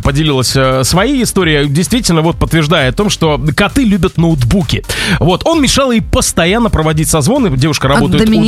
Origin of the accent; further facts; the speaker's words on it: Belarus; now in Cyprus; Так, но я как белорус